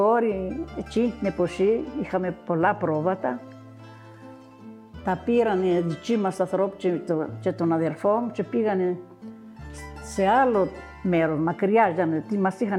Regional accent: Vorizia, Crete, Greece; Εγώ ήμουν και από τα Βορίζα, δεν ήξερα και πολλά.

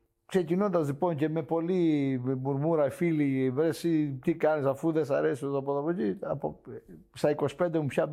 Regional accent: Crete, Greece; γιατί είμαι η πόλη μου, μεγάλωσα. Εκεί που είναι το μαγαζί μου και ακριβώς μεγάλωσα.

